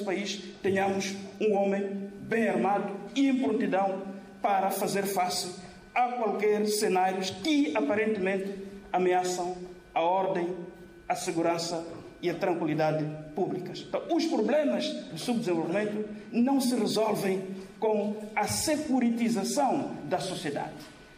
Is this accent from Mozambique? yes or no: yes; Mozambique